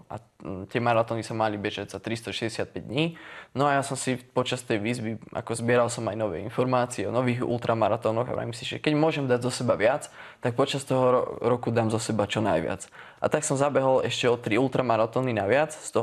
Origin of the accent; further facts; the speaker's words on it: Čadca, Žilina Region, Slovakia; ja pochádzam z Kysúc a v Čadci vlastne máme takú street workoutovú komunitu